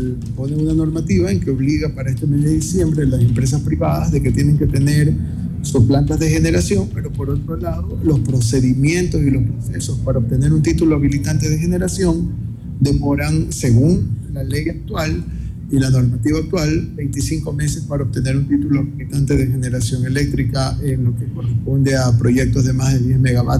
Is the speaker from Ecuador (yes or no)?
yes; Ecuador; yo como ecuatoriano, como ciudadano muy corriente las tengo